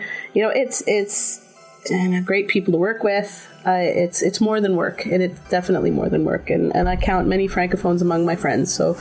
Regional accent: Ontario, Canada; born there; first language Finnish; English is a second language

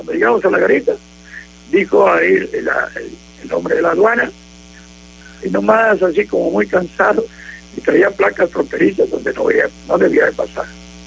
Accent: Río Bravo, Mexico; venían muchos de mi pueblo, de Río Bravo, venían en el autobús.

